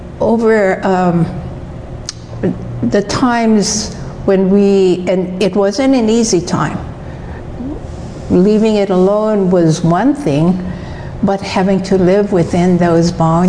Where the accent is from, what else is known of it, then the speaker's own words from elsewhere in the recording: Kailua-Kona, Hawaii, United States; growing up in Kona in the 1950s and 60s, very, very different to what it is today.